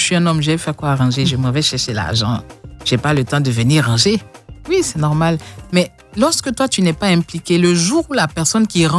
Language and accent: French; Côte d’Ivoire; Ce n'est pas très encore développé chez nous, mais il y en a qui le font, hein, même en Côte d'Ivoire.